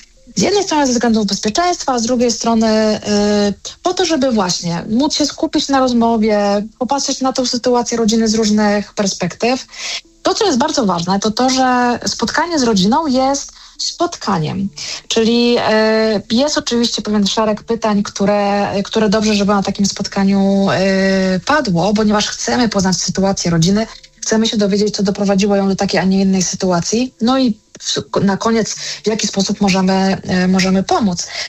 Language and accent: Polish; Kraków, Lesser Poland, Poland; Ojeju, ja jestem z Krakowa i mogłoby się wydawać, że Kraków to jest takie z pewnością jedno z zamożniejszych miast.